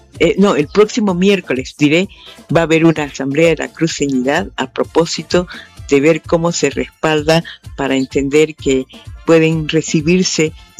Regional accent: Santa Cruz de la Sierra, Santa Cruz, Bolivia; Por eso soy cruceña, he nacido en esta tierra

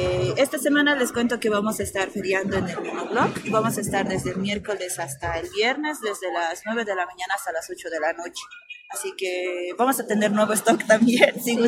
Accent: La Paz, Bolivia; soy muy paceña.

